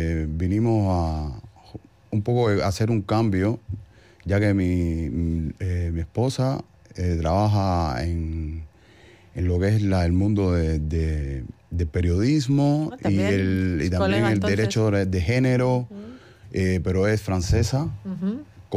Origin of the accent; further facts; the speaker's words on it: Cuba; moved away as an adult; also born or lived in New York / Paris; now in Getxo, Spain; como cubano al fin, tengo una carrera de música popular en La Habana